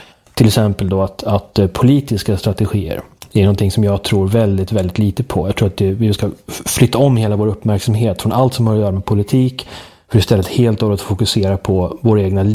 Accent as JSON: {"language": "Swedish", "town": "Uppsala", "region": "Uppsala County", "country": "Sweden", "said": "i Uppsala är ju speciellt där jag kommer ifrån"}